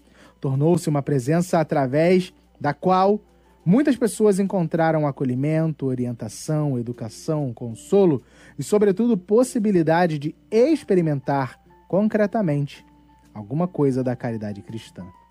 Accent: Rio de Janeiro, Brazil; born there; eu nasci na Zona Oeste do Rio de Janeiro.

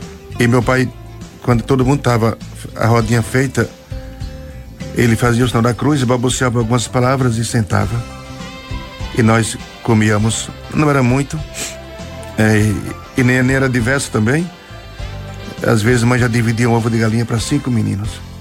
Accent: Sergipe, Brazil; eu sou natural do estado de Sergipe, de um povoado hoje extinto, só tem mesmo a terra. Nasci e me criei numa casinha de taipa, o povo chama de casa de pau-a-pique, né?

